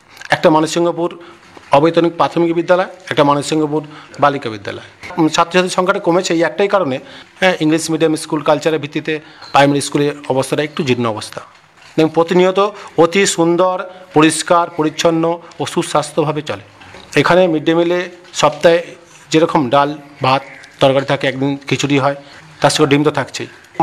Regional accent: Mansinghpur, West Bengal, India; born there

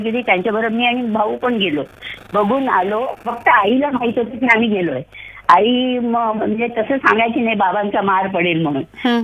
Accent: Mumbai, Maharashtra, India; moved away as an adult; now in Dombivli, India; माझं माहेर बँड्रा आहे।

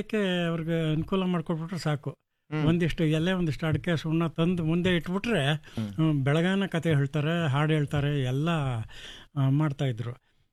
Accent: Kyathanahalli, Karnataka, India; ಅದನ್ನ ಹಾಡಿದವರು … ಅಂತೇಳಿ, ನಮ್ಮೂರ್ನವ್ರೆ, ನಮ್ಮ ಬೀದಿಯವರೇ.

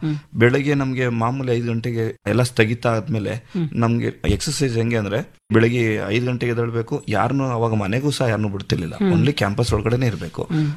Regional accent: Karnataka, India; ಮೊಟ್ಟ ಮೊದಲಿಗ ಕನ್ನಡಿಗ ಅಂತ ಹೇಳ್ಬೋದು.

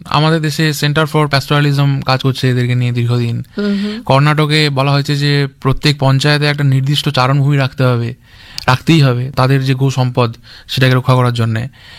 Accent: Sundarbans, West Bengal, India; যার বাড়ি ধরুন পুরুলিয়ায়, আমার বাড়ি সুন্দরবন, তো আমাদের কথা জানতে হবে, আমার এলাকায় যারা পশুপালক আছেন তারা যে গুরুত্বপূর্ণ সেটা তো জানতে হবে

